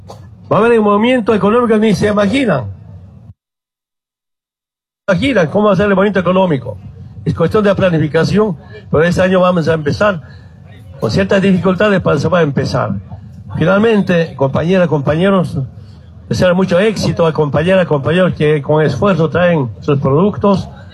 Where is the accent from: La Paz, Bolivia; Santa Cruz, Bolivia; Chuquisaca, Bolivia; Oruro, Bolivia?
Oruro, Bolivia; Orinoco; now in Cochabamba, Bolivia; Yo soy del interior y soy de Orinoco, vengo acá a sobrevivir.